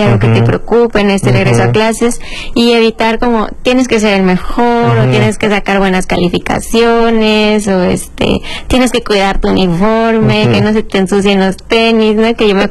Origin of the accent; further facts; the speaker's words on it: Mexico City, Mexico; moved away; Yo soy de Ciudad de México